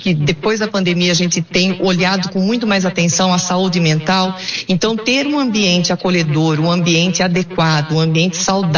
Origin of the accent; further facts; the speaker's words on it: Bariri, São Paulo, Brazil; moved away; Eu sou nascida em Bariri, é uma cidade que fica aí bem no centro do estado de São Paulo, no centro-oeste paulista